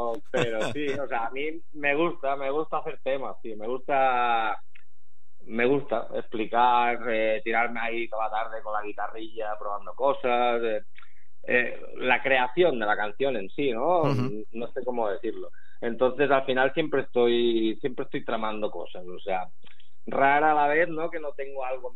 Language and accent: Spanish; Barcelona, Catalonia, Spain; Y joder, somos de Barcelona